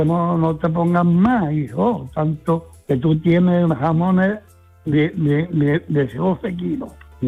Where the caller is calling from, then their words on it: Padul, Andalusia, Spain; de Padul.